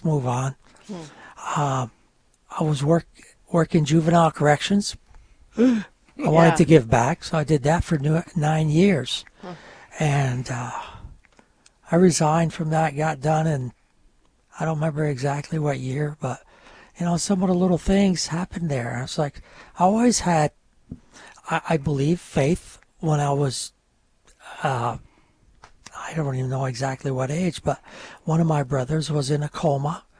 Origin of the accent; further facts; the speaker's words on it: New York, United States; first language French; English is a second language; moved away as an adult; if you're French. English is my second language. Originally from the North Country of New York, that is Quebec, and my mother was from Montreal, so all we spoke was French at home.